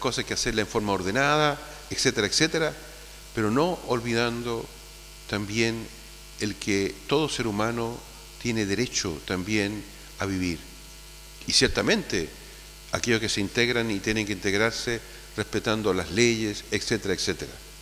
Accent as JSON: {"language": "Spanish", "country": "Chile", "said": "una vez yo estando en el extranjero, en un país, me dolió mucho cuando me presentaron y me dijeron, y le dijeron a esta persona, él es chileno."}